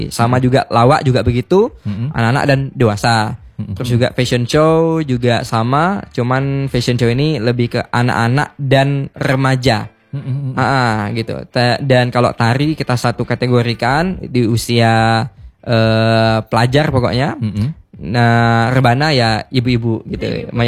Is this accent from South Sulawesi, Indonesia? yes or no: no; Siak Kecil, Siak, Riau, Indonesia; itu adalah apa ibaratnya kampung halaman saya